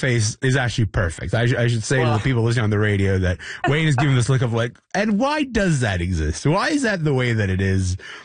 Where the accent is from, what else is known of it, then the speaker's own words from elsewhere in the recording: Kingston, Ontario, Canada; moved away as an adult; now in Toronto, Canada; I grew up in Kingston, Ontario. I've lived in Toronto now for 16 years, and I refuse to tell anybody that I'm from Toronto because I'm like, listen, I am well and good and rooted in Kingston.